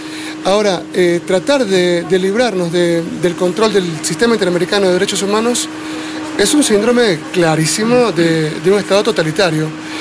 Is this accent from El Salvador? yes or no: no; Ecuador